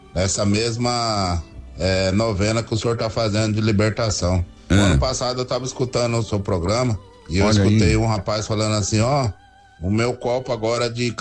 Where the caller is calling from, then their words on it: Marília, São Paulo, Brazil; eu sou de Marília, São Paulo. Marília, terra da bolacha.